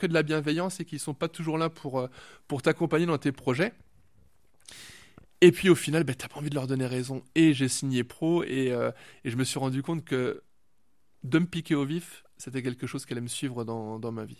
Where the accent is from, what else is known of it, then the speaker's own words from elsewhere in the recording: Grand Est, France; moved away as an adult; now in Morbihan, France; moi je suis originaire des Ardennes. Ça fait seulement 3 ans et demi que je suis dans le Morbihan.